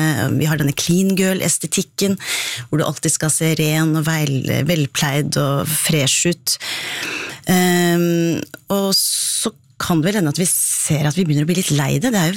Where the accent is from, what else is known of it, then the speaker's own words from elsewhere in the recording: Ål, Buskerud, Norway; jeg kom fra Ål, der det absolutt fantes en god del røykende karakterer på 70-80-tallet